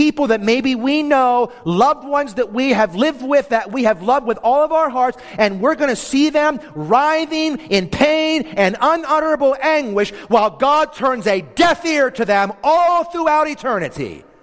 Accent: York, Pennsylvania, United States; where I grew up in York, Pennsylvania, you know, the inner city neighborhood where I lived

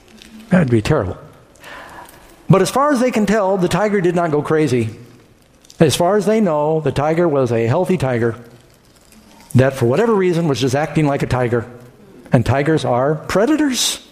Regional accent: New York City, New York, United States; because I grew up in New York City.

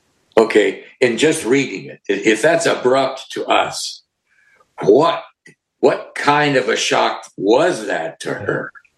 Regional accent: Montana, United States; When I was growing up, I grew up in Montana, in a city that I don't recall... I did not know personally a single African-American.

